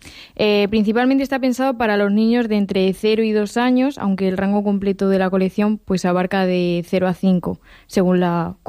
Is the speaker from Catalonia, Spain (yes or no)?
no; Manzanares, Castilla-La Mancha, Spain; now in Vigo, Spain; Pues yo vengo de Ciudad Real